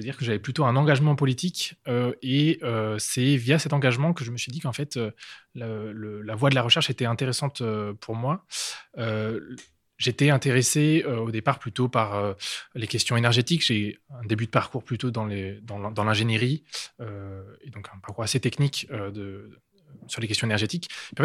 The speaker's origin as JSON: {"language": "French", "country": "France", "moved": "as an adult", "lives_now": "Switzerland"}